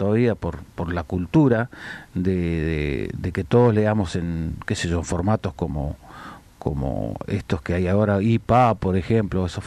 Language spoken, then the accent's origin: Spanish; Comodoro Rivadavia, Chubut, Argentina; soy de Comodoro Rivadavia y vivía cerca del mar en Comodoro, así que también tengo esa cultura marítima, digamos.